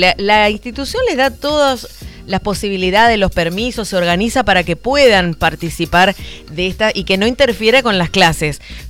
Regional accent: Reconquista, Santa Fe, Argentina

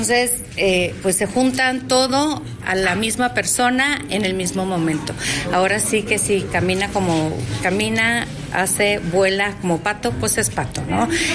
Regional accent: Chihuahua, Mexico; los chihuahuenses siempre hemos sido libres y soberanos

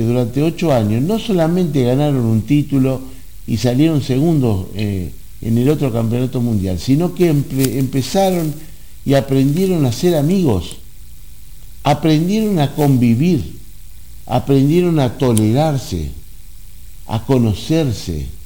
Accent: Argentina; necesitamos encontrarnos, los argentinos.

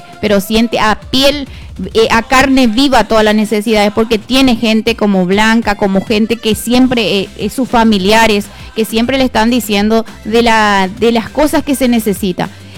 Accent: Puerto Samú, Itapúa, Paraguay; Nosotros somos de Puerto Samú.

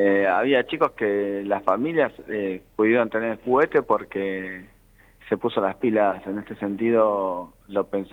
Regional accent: Buenos Aires, Argentina; Yo hace 20 y pico de años que estoy, yo vengo de Buenos Aires.

